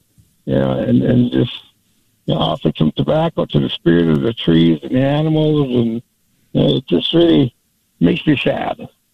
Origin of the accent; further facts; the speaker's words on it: Minnesota, United States; now in Duluth, United States; I live up in Duluth, Minnesota. I'm originally from the Whiters Reservation up in Minnesota, and how the smoke affects us.